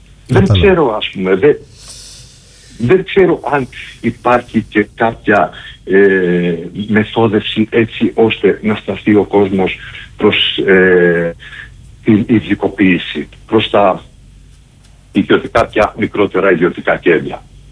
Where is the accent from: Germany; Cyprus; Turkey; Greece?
Greece; Zakynthos, Ionian Islands; Επειδή είμαι Ζακυνθινός και έχω μεγαλώσει εδώ πέρα